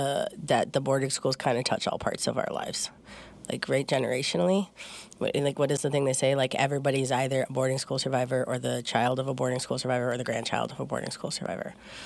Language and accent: English; South Dakota, United States; moved away; growing up in South Dakota.